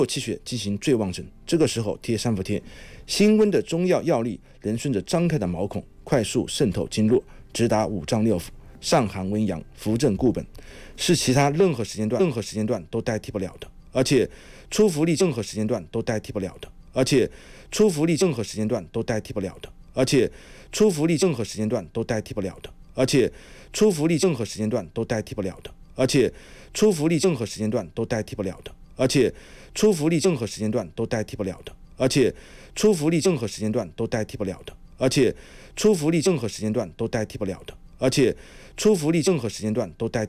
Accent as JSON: {"language": "Chinese", "region": "Hubei", "country": "China", "said": "我们湖北人啊，尤其是在长江中下游的湖北，夏天的话湿热最重，"}